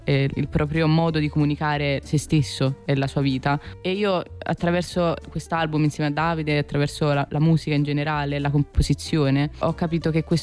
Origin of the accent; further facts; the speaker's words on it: Naples, Campania, Italy; Cioè, vabbè, da napoletana, ma da persona che vive vicino al mare, io sento la differenza quando non ce l'ho attorno